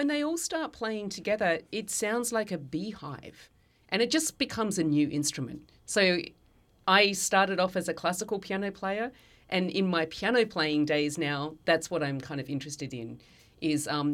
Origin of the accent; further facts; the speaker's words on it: Adelaide, South Australia, Australia; also born or lived in California; now in Melbourne, Australia; So I'm actually from Kaurna land down in Adelaide. I grew up studying at the Elder Conservatorium down there.